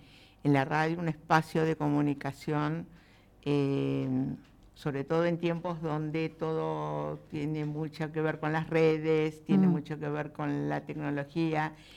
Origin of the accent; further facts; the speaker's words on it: La Plata, Buenos Aires Province, Argentina; yo soy de Los Hornos